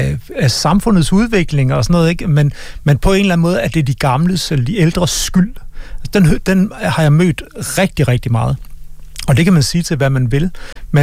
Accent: Central Denmark Region, Denmark; jeg er en mand fra Østjylland.

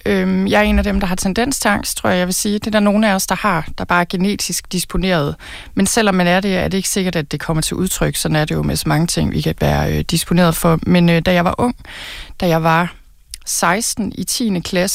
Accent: Thy, North Denmark Region, Denmark; jeg voksede op i Thy

